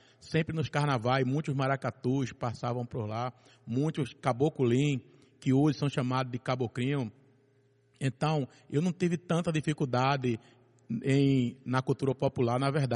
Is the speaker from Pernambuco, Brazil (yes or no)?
yes; Condado, Pernambuco, Brazil; eu sou da cidade do Condado. Lá no terreiro da minha casa, no Engenho Retiro, eu já nasci vendo os brocos rurais, os caboclinhos.